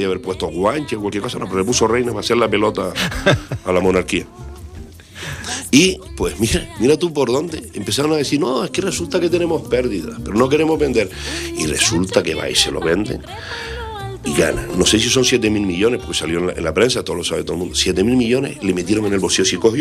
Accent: Canary Islands, Spain

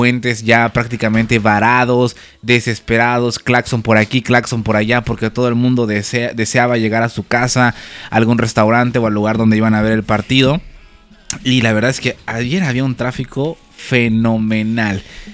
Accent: Mexico; la mayoría, si no un 90% de los mexicanos, ayer estábamos enfocados viendo este partido.

